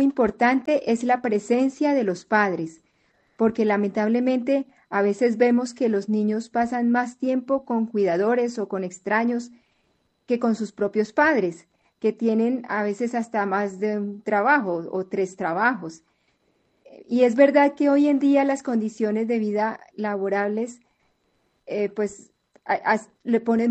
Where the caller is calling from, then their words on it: Colombia; de Colombia